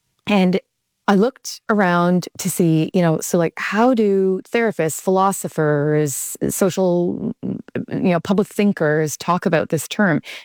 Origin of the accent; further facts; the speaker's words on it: Canada; So I'm a Canadian, I would have never thought that our relationship with the U.S. would become destabilized.